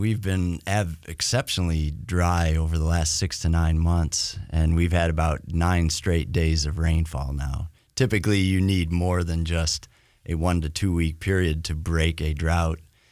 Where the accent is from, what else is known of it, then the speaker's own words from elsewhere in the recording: Northeast, United States; moved away; originally I used to be most fascinated with snowstorms growing up in the Northeast